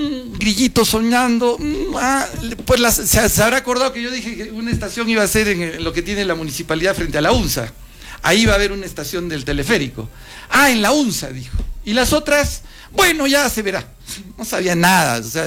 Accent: Arequipa, Peru; yo lo hago por Arequipa. Yo lo hago por mi tierra

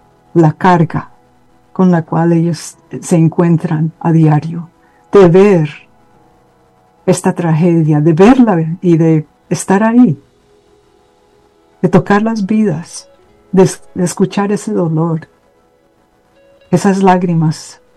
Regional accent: Colombia; con nosotros como hijos tuyos y también como colombianos.

